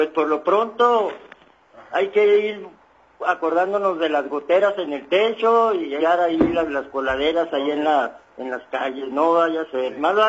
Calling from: La Relumbrosa, Mexico; Le saluda cordialmente … desde La Relumbrosa.

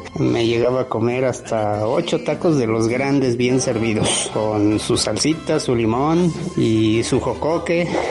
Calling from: Puebla, Mexico; Vivo en Villa San Alejandro. Tengo 56 años.

